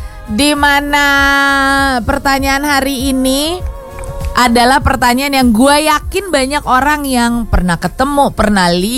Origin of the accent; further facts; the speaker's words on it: Sorong, Southwest Papua, Indonesia; born there; aku ini lahir di Sorong Irian Jaya.